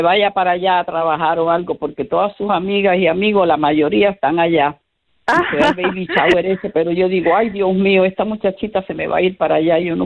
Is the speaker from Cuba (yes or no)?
yes; Cuba; moved away; yo me fui de Cuba y era cuando estaba, yo me fui en el 60 y finales 67, ahora en septiembre va a ser año que yo llegué a este país.